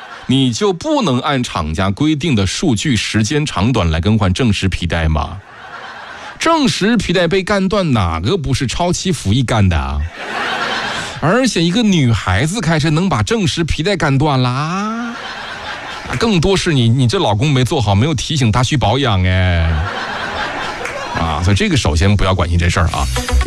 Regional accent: northern China, China; moved away as an adult; now in Yichang, China; 我就是北方人，

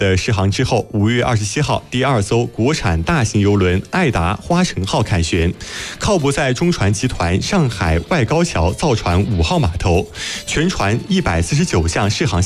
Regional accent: Yichang, Hubei, China; 我们宜昌人

